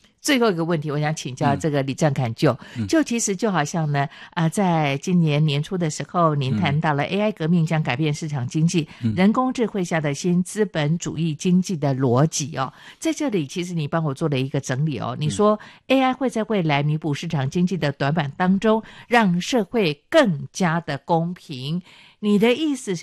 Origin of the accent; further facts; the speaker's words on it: Taiwan; first language Taiwanese Hokkien; Chinese is a second language; 我的母语台语